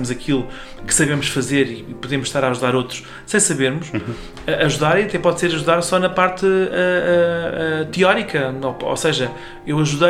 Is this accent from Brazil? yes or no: no; Portugal; É a terra da minha família paterna, por acaso também sou do Rosário.